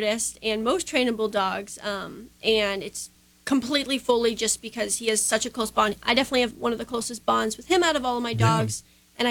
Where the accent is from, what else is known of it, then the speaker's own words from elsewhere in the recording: Midland, Michigan, United States; growing up in Midland, yeah. I mean, I've lived my whole entire life here.